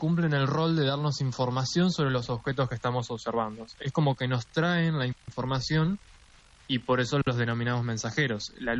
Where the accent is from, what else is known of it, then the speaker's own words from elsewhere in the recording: Concepción, Argentina; moved away as an adult; now in La Plata, Argentina; Sí, soy de Concepción. Me mudé por mi cuenta luego a La Plata para poder estudiar la carrera